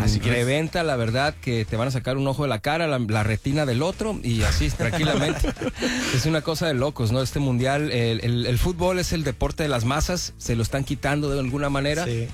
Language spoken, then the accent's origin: Spanish; Sinaloa, Mexico; fíjate que si soy de Sinaloa, ojo.